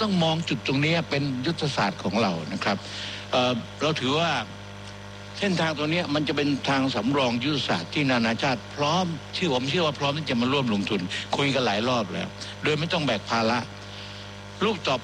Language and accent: Thai; Southern Thailand, Thailand; ผมเป็นคนภาคใต้